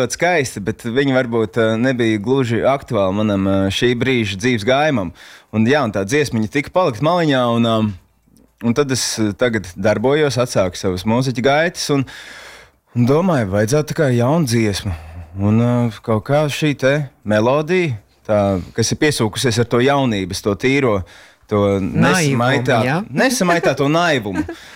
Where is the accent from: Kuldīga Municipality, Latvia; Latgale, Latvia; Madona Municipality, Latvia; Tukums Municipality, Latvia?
Tukums Municipality, Latvia; Tukums; Nu, es esmu audzis tukumā. Esmu izmācījies fantastiskās tukuma. Skoliņās un pēc tam ar